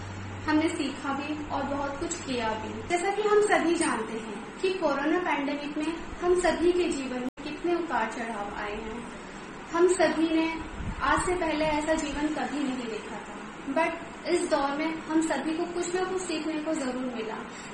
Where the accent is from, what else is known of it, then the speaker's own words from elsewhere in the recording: Delhi, India; और मैं दिल्ली से हूँ।